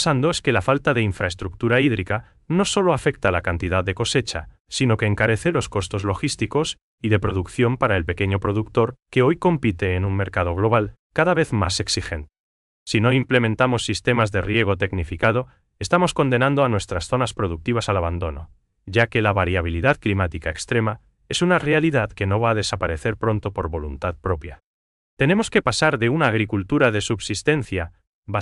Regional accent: Paraguay; Para nosotros en Paraguay

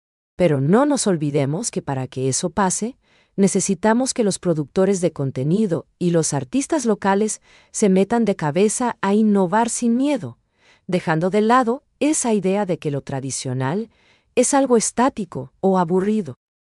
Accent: Paraguay; lo que nos hace paraguayos de verdad?

